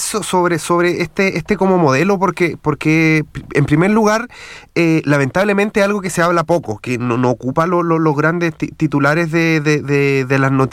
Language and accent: Spanish; Teno, Maule, Chile; cuando chico vivía en Teno y paseaba por el campo